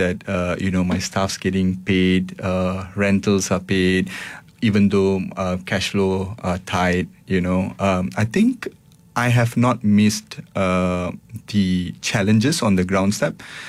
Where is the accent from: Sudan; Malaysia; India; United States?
Malaysia; Seremban, Negeri Sembilan; I'm born and bred in Seremban